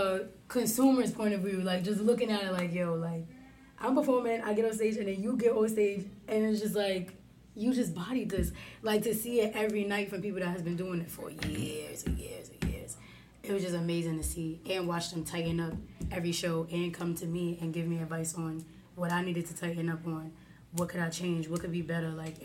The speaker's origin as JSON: {"language": "English", "town": "New York City", "region": "New York", "country": "United States", "said": "I'm from Harlem"}